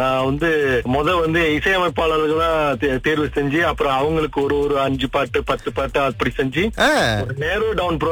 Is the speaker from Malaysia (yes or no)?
yes; Kuala Lumpur, Malaysia; நான் பிறந்து வளர்ந்ததெல்லாம் செந்தூர் கோலாலம்பூர் தான்.